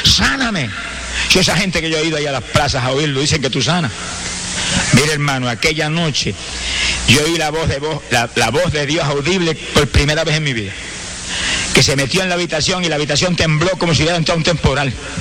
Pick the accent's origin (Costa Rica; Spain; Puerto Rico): Puerto Rico; Hubo ciertas campañas evangelísticas en Arecibo, que es cerca de mi pueblo, y en otros lugares, y yo fui volando para allá.